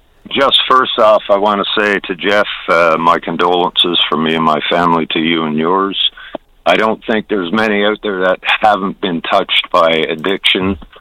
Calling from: St. Anthony, Newfoundland and Labrador, Canada; This morning I'm calling from St. Anthony. I'm a NL school bus driver at White Hills Academy.

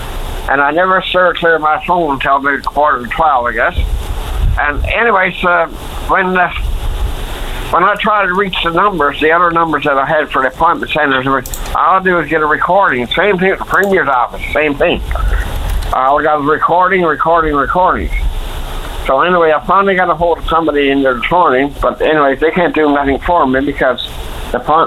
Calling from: St. Lawrence, Newfoundland and Labrador, Canada; I call him from St. Lawrence.

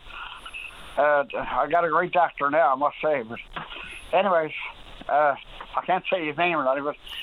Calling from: Newfoundland and Labrador, Canada; here in Newfoundland

